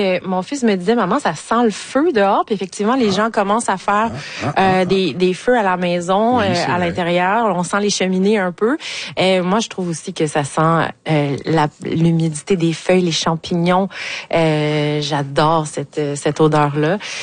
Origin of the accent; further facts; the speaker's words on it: Carleton-sur-Mer, Quebec, Canada; chez nous, à Carleton-sur-Mer, il y a le mont Saint-Joseph qu'on peut prendre à différents niveaux, plateaux pour se rendre.